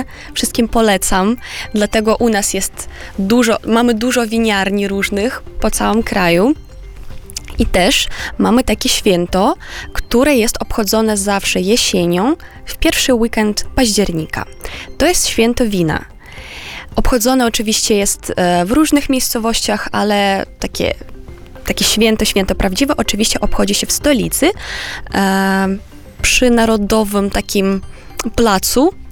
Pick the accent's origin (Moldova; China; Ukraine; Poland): Moldova; że jestem z małego miasta, to oczywiście Kiszyniow, no to jest duże miasto dla mnie. To jest już duże miasto. Oczywiście stolica nasza jest mniejsza niż Warszawa, ale jest piękna, naprawdę.